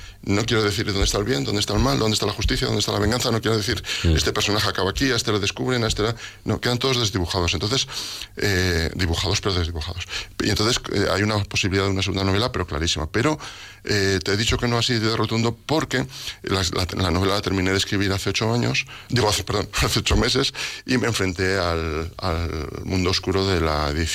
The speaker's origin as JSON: {"language": "Spanish", "town": "Calamocha", "region": "Aragon", "country": "Spain", "tie": "born or raised there", "moved": "yes", "said": "en mi pueblo, en Calamocha."}